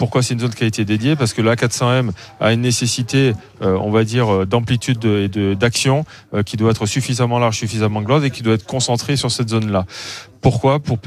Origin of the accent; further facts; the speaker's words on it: Provence-Alpes-Côte d'Azur, France; même si je viens des Alpes-Maritimes